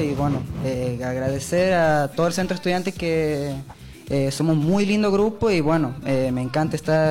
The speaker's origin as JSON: {"language": "Spanish", "country": "Argentina", "said": "quiero mandar un saludo a Villa Mayrín, que es mi pueblo."}